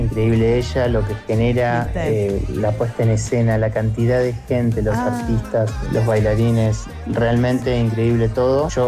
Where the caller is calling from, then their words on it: Argentina; Somos del interior